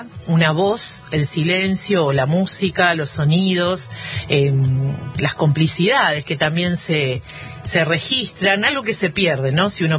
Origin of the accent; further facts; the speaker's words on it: Argentina; para quienes somos argentinos, argentinas